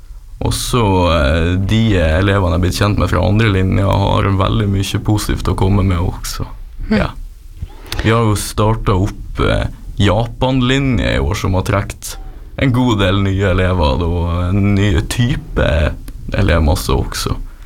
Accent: Northern Norway, Norway; Jo, til dels nordlending, ja.

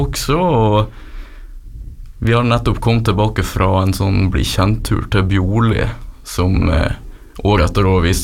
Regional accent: Northern Norway, Norway; Jo, til dels nordlending, ja.

